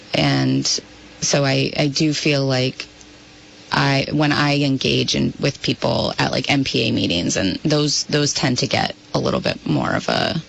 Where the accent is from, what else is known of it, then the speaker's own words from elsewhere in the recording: Quechee, Vermont, United States; I grew up in Queechee, Vermont. I went to Hartford High School.